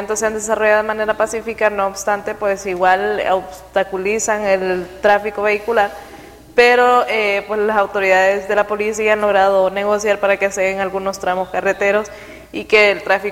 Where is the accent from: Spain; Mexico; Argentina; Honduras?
Honduras; como hondureños toca irnos acomodando